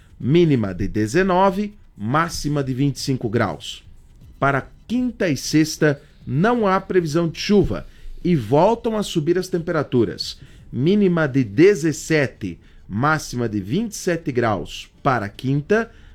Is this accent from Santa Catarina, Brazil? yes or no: yes; Santa Catarina, Brazil; Nós, enquanto catarinenses